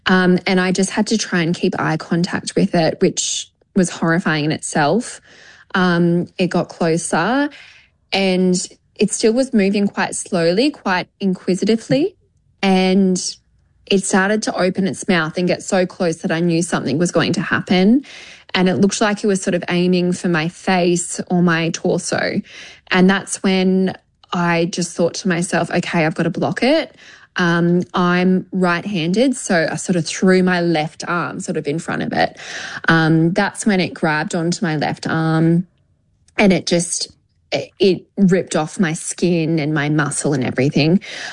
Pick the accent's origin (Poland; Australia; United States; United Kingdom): Australia; also born or lived in New Zealand; So I'm Australian and Kiwi. And I have been brought up in Australia, but I am still a very proud Kiwi. My family are from Hawke's Bay.